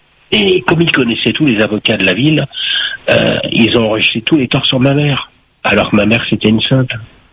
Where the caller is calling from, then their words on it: Réunion; Ça fait 20 ans que je suis à La Réunion. Hein. J'aime beaucoup être ici.